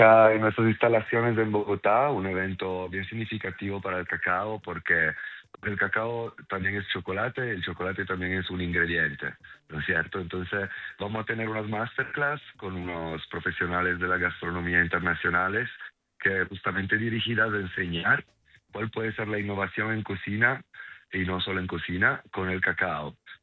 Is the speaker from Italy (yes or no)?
yes; Italy; accent: Italian; Spanish is a second language; now in Colombia; pues por el acento, ¿no? Soy italiano